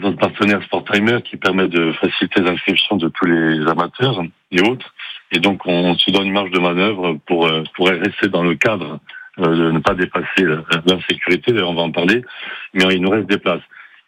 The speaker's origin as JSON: {"language": "French", "country": "France", "said": "Donc c'est un peu un clin d'œil au biathlon, qui est très connu chez nous en France"}